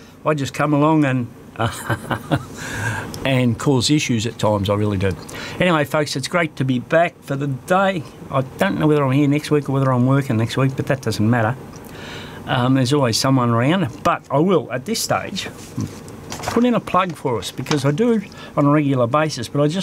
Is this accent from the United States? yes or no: no; Australia; We are Australian